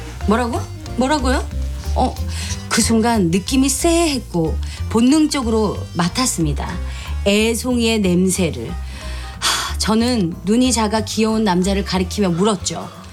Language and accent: Korean; Cheongsong, North Gyeongsang, South Korea; born there; 저는 집이 청송이었는데.